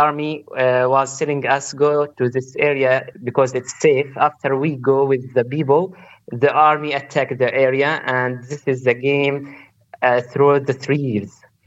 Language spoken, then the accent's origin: English; Gaza, Gaza Strip, Palestine; English is a second language; I am 19 years old and I live in Gaza. I am a student from Gaza, and I want to tell you my story in short.